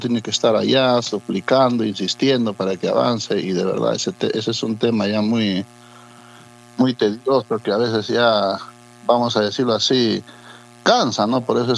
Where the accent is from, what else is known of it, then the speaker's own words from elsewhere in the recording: Villa Rica, Pasco, Peru; nuestro distrito de Villarrica